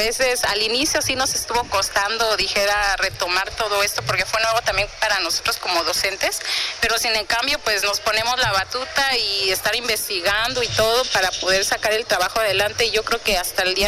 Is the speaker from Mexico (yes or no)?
yes; San Luis Atolotitlán, Puebla, Mexico; Pues venimos de la comunidad de San Luis Atolotitlán, municipio de Caltepec, Puebla.